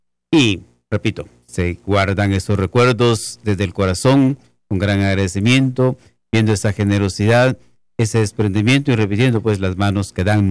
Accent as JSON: {"language": "Spanish", "country": "Guatemala"}